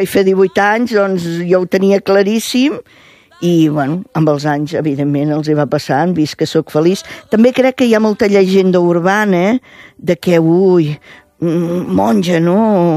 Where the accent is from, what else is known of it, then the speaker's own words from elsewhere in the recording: Reus, Catalonia, Spain; Jo era alumna de les Dominiques de la Presentació a Reus, que a més sóc de Reus